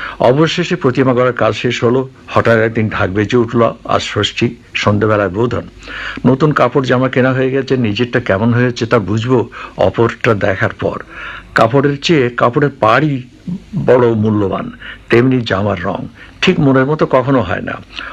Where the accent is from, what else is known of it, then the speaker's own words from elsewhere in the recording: Bangladesh; আমার ছোটবেলা কেটেছে সাধারণ এক গ্রামে, সে গ্রাম এখন বাংলাদেশের অন্তর্ভুক্ত। ছোট্ট এক নদীর ধারে সে গ্রাম, আয়তনে ছোট বলে গ্রামের সকল লোকের মধ্যে খুব মেলামেশা ছিল